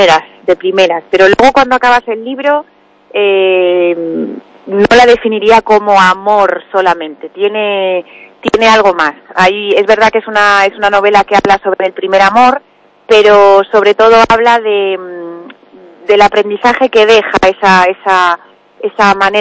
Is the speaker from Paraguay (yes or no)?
no; A Coruña, Galicia, Spain; born there; also born or lived in Ourense; yo nací en Ourense y viví allí 5 años antes que nos vinimos a Coruña.